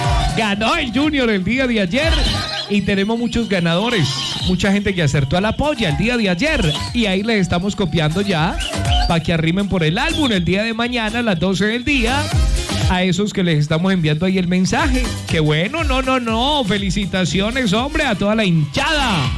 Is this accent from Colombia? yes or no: yes; Antioquia, Colombia; Los antioqueños los acogemos.